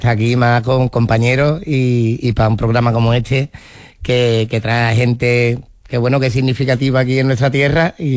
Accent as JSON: {"language": "Spanish", "area": "Seville", "region": "Andalusia", "country": "Spain", "tie": "born or raised there", "said": "yo he sido siempre mucho de Andalucía, no solo de mi tierra de Sevilla, sino yo he vivido de Cádiz, de Málaga, de Granada."}